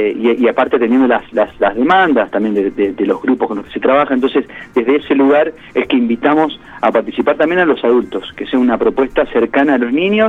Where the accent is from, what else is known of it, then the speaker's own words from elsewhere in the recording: Santa Fe, Argentina; now in Buenos Aires, Argentina; yo, que soy santafesino, pero que vivíamos en aquel momento, y bueno, desde un poco antes vivimos en Buenos Aires los tres